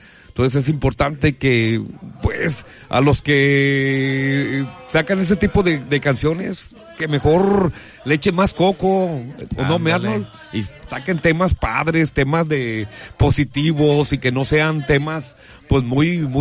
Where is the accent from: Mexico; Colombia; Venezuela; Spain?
Mexico; todos somos mexicanos